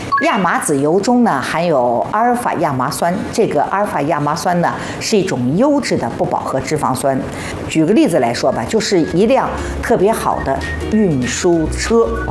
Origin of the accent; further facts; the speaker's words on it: Shanghai, China; accent: Shanghainese; 我们上海话叫嘎地居啊